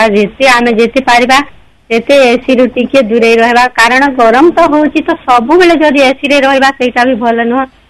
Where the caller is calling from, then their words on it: Bargarh, Odisha, India; ମୁଁ ବରଗଡ଼ର